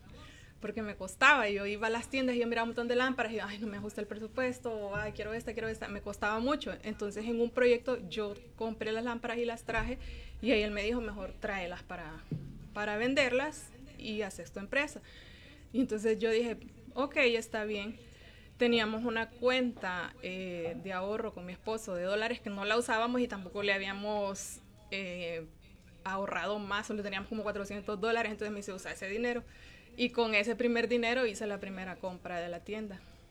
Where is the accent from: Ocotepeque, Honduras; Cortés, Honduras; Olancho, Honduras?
Olancho, Honduras; Juticalpa; born there; No, yo nací en Juticalpa, Olancho, pero mi papá ha sido constructor, entonces desde jóvenes hemos viajado por muchos lados del país